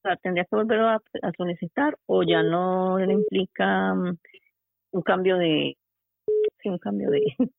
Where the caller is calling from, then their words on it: Madrid, Community of Madrid, Spain; llamo de Madrid.